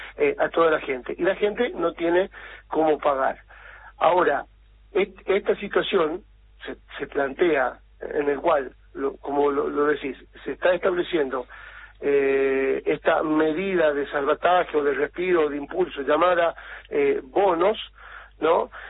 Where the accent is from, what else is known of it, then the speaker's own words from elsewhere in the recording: La Rioja, Argentina; hablo como riojano